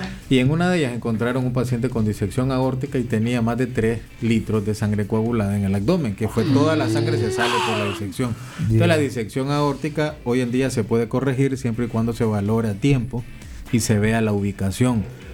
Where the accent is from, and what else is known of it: Nicaragua